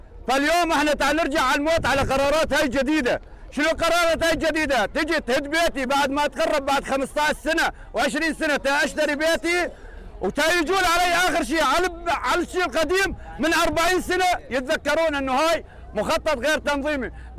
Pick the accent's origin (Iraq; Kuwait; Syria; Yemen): Syria; ونترجى سياده الرئيس احمد الشرع يطلع بينا احنا كمواطنين سوريين.